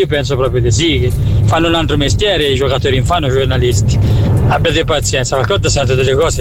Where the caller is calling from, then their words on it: Cortona, Tuscany, Italy; da Cortona.